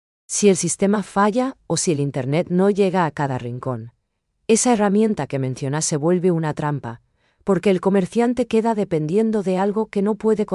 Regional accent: Paraguay; el factor humano que nos define como paraguayos.

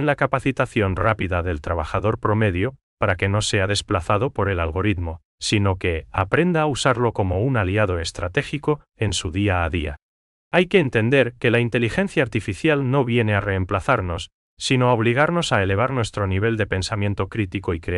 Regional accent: Paraguay; nosotros, como paraguayos, vamos a reaccionar ante la automatización

